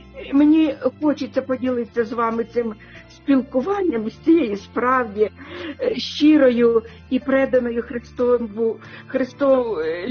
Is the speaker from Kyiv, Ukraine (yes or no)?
no; Sumy, Sumy Oblast, Ukraine; moved away as an adult; наше рідне місто Суми